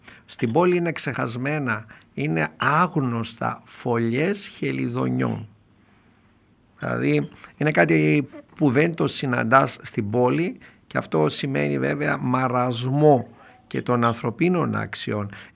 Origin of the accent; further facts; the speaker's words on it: Doirani, Central Macedonia, Greece; moved away; τα έχω ζήσει ως παιδί στο χωριό μου στη Δοϊράνη